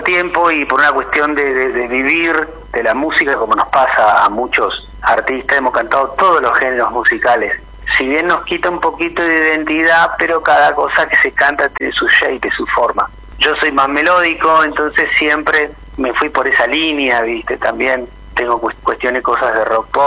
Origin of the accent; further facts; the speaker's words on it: Neuquén, Argentina; Soy neuquino, obviamente con padres que vinieron y se radicaron en esta zona, de la provincia de Buenos Aires y de Salta. Así que bueno, estamos acá hace mucho tiempo haciendo música y desde muy temprana edad, obviamente criado en un ambiente musical, artístico